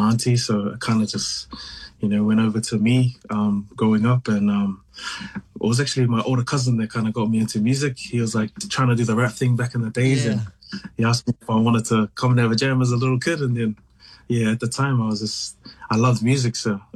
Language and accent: English; Taranaki, New Zealand; now in Melbourne, Australia; I've been here for a while. I was born and raised in Aotearoa, though, but been here for a little bit.